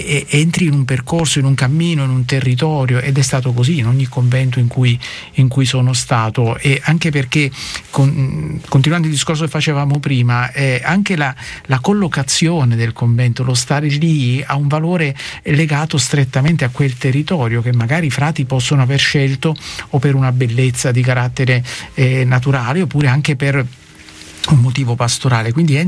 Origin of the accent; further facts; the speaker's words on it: Lucera, Apulia, Italy; Il primo convento in cui sono entrato è quello del mio paese.